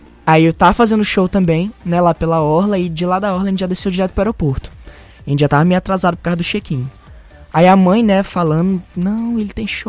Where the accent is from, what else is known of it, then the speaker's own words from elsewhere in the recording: Belo Horizonte, Minas Gerais, Brazil; No lugar onde eu fui criado, né, que eu sou mineiro. Sou mineiro, né, de Belo Horizonte, Minas Gerais, só que eu vim pra cá